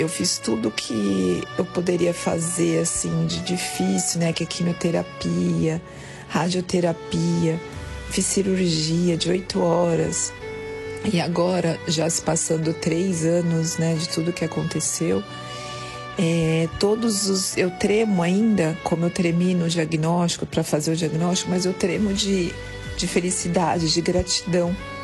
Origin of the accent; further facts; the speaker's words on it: São Paulo, Brazil; eu sou de São Paulo, capital.